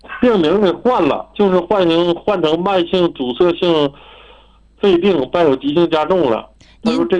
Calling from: Tuquan County, Inner Mongolia, China; 我是兴安盟突泉县的。

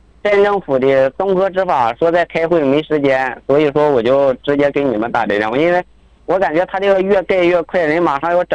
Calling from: Sijiazi, Inner Mongolia, China; 我是奥汉区四家子镇的。

